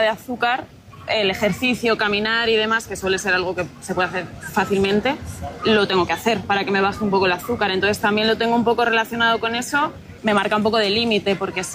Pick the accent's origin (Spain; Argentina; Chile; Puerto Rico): Spain; Segovia, Castile and León; Sí, yo soy de Segovia.